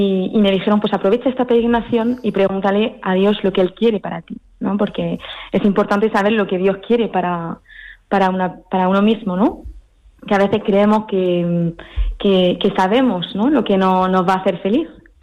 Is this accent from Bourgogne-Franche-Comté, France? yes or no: no; Paris, Île-de-France, France; moved away as an adult; soy francesa, mi padre es francés, mi madre española, murciana, y yo nací en París y viví ahí hasta, pues, hasta los 22 años, hasta que entré al convento.